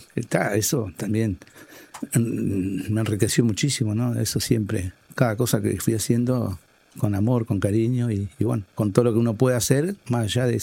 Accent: Salto, Uruguay; había peñas en Salto, me llevaba, yo era chiquito y yo cantaba

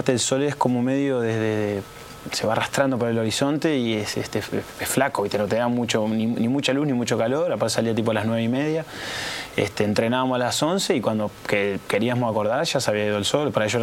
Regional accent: Montevideo, Uruguay; moved away as an adult; also born or lived in Sweden; Pueblo Nuevo, ahí, Mercado Modelo, atrás de la placita de Platense.

